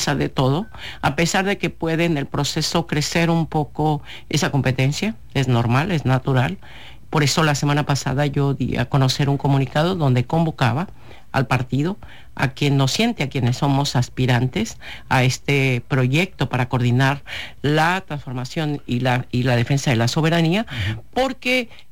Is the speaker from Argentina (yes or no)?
no; Culiacán, Sinaloa, Mexico; me construí aquí, nací en Culiacán, he sido una mujer que aquí ha estado, aquí ha luchado, mi familia, mis proyectos aquí se han desarrollado